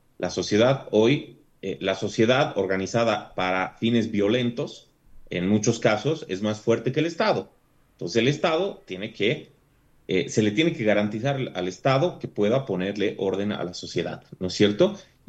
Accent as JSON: {"language": "Spanish", "region": "La Paz", "country": "Bolivia", "tie": "born there", "said": "Nosotros como paceños tenemos derecho a planificar nuestra vida, nuestro futuro, nuestro destino, nuestra felicidad. Tenemos derecho a vivir en el departamento y en la ciudad que nos ha visto nacer"}